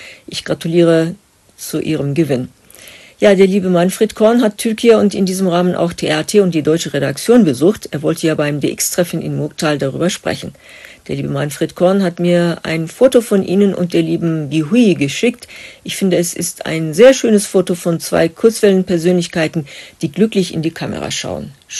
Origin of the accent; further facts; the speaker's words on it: Wuppertal, North Rhine-Westphalia, Germany; Wuppertal ist meine Heimatstadt in Deutschland. Schön. Darauf bin ich jetzt stolz.